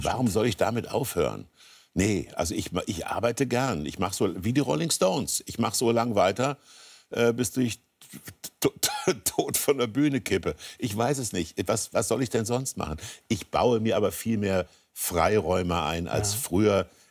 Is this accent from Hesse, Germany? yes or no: yes; Kassel, Hesse, Germany; ich bin am Stadtrand von Kassel groß geworden und da waren Bauern, da waren Landwirte.